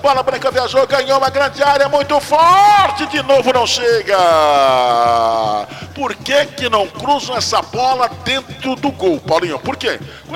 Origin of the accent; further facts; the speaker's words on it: Austria; Eu sou austríaco, né? Vou estar torcendo pro time da Inglaterra pra ganhar o jogo.